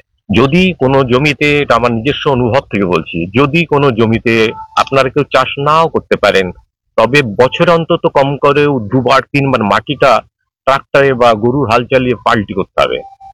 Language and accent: Bangla; West Bengal, India; moved away as an adult; now in Jharkhand, India; আমি পশ্চিমবঙ্গের ছেলে